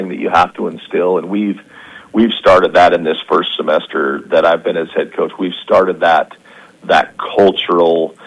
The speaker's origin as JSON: {"language": "English", "region": "Montana", "country": "United States", "tie": "born or raised there", "moved": "as an adult", "lives_now": "Reading", "said": "I grew up in Montana, for starters, and then went to the University of Montana"}